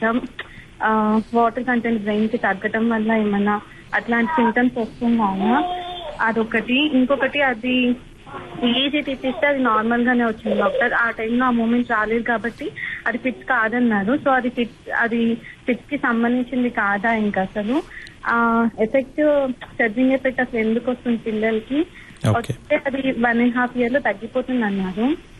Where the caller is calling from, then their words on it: Hyderabad, Telangana, India; నేను హైదరాబాద్ రాంపల్లి నుంచి మాట్లాడుతున్నాను.